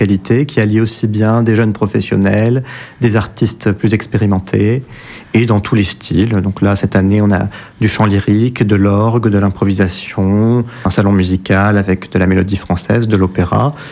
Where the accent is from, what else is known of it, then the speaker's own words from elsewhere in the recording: Périgueux, Nouvelle-Aquitaine, France; Oui, tout à fait, je suis de Périgueux